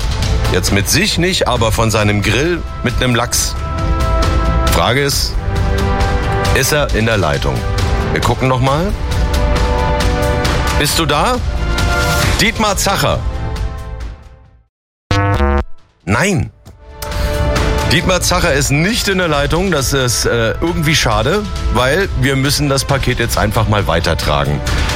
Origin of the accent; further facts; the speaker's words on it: Bürstadt, Hesse, Germany; John Deaver zum Beispiel in Bürstadt, das weiß ich noch, weil ich komme ja aus Bürstadt